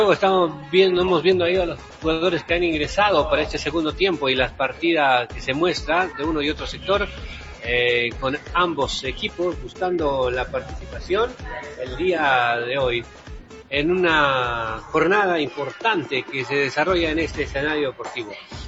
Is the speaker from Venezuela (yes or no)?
no; Peru; moved away; somos cuatro peruanos el día de hoy.